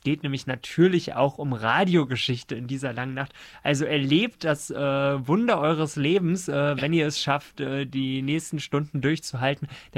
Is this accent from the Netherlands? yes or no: no; France; Und das hört sich, apropos Frankreich, wo ich herkomme, französisch an.